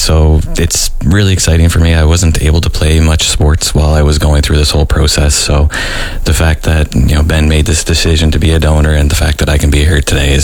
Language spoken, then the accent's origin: English; Newfoundland and Labrador, Canada; So I'm originally from Newfoundland, and I was born with something that we used to call the Newfoundland curse